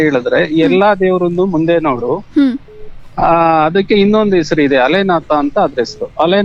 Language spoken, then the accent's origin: Kannada; Kondajji, Karnataka, India; ನಮ್ಮೂರು ಕೊಂಡಜ್ಜಿ ಅಂತ ಮೇಡಮ್, ಕೊಂಡಜ್ಜಿ, ಕೊಂಡ ಅಜ್ಜಿ